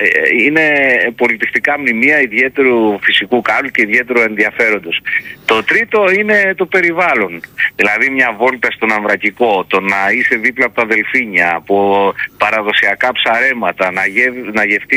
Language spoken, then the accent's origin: Greek; Greece; now in Preveza, Greece